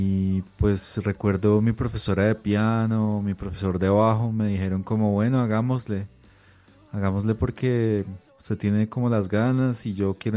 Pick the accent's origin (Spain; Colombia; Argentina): Colombia; Cota, Cundinamarca; born there; also born or lived in Bogotá; Después tuve clases con los practicantes de la pedagógica allá en el colegio en Cota. Y después ya me presenté a la pedagógica, ahí pasé y estudié la carrera. Y ya después otra vez volví a mi tierra porque pues prácticamente me la pasaba en Bogotá 5 años.